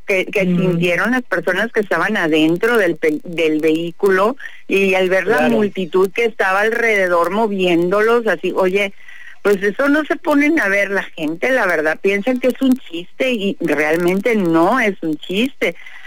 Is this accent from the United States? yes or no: no; Mexico; mi equipo de mi casa, de donde yo vivo, de donde yo soy, de donde yo pertenezco.